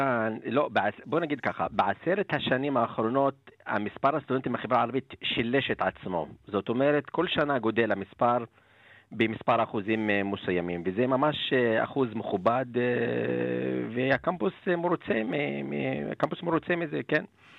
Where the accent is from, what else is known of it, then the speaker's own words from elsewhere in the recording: Arab al-Aramshe, Northern District, Israel; במקור צפונאי מערב אל-עראם של יד הגבול.